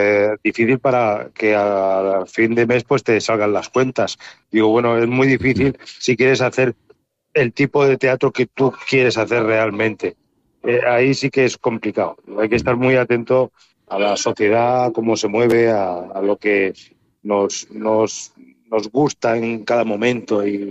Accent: Albacete, Castilla-La Mancha, Spain; yo soy de Albacete, que también empieza por Al

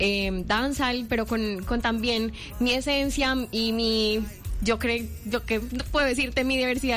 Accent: Medellín, Antioquia, Colombia; also born or lived in Nariño / Bogotá; now in Barranquilla, Colombia; Originaria nariñense. Ajá. Criada en Medellín y en Bogotá, actualmente viviendo aquí en Barranquilla, de corazón barranquillero, aquí comienzo a hacer mi música

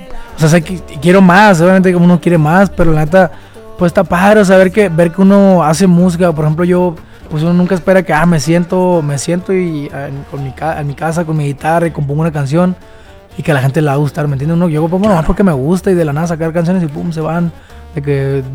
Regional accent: Mexicali, Baja California, Mexico; moved away as an adult; now in Guadalajara, Mexico; Soy de Mexicali, pero vivo aquí hace 5 años

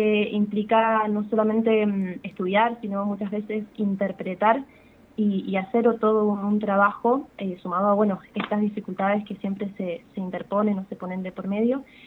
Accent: Los Álamos, Argentina; Soy de Los Álamos. Mis abuelos son productores de toda la vida. Así que sí, he crecido acá con ellos en una finca, en pleno campo.

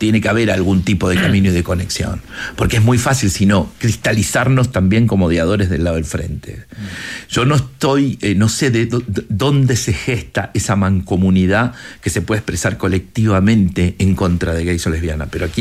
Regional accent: Chile; now in Argentina; Yo también soy chileno.

